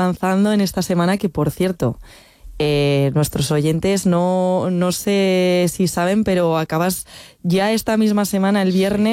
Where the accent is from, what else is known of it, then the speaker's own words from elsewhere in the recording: Miranda de Ebro, Castile and León, Spain; cuando yo he estudiado fuera, a veces te preguntaban de dónde eres. Mucha gente no conoce dónde está Miranda de Ebro